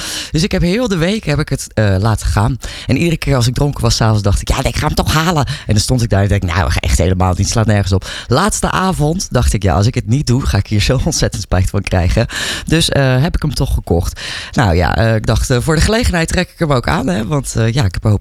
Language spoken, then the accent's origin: Dutch; Netherlands; En ik ben Nederlandse